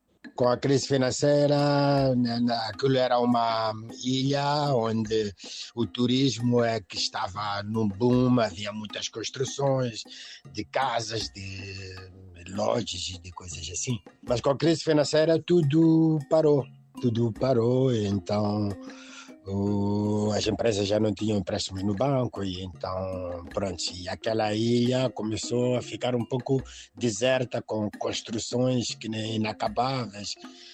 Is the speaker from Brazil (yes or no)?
no; Maputo, Mozambique; moved away as an adult; also born or lived in Fuerteventura, Spain; now in France; eu sou da Mafalala, vivo no sul da França. O que é que me fez sair de Moçambique? Mudar um pouco, eu acho que eu saí de Moçambique, acho que já tinha 36 anos por aí. Quando eu saí, 2006 por aí.